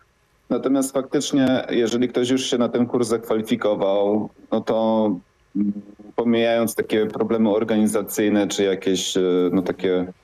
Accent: Gliwice, Silesian Voivodeship, Poland; ja się wychowywałem na lotnisku, bo mój tata latał od dziecka mojego. Ja się wychowywałem jedząc piasek na lotnisku w Gliwicach pod samolotu

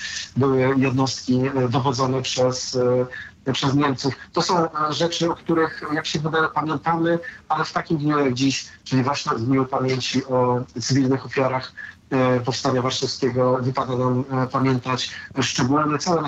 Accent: Warsaw, Masovian Voivodeship, Poland; mówię to zresztą jako warszawiak, jako historyk, jako, no już mogę się tak zautodefiniować, polski patriota.

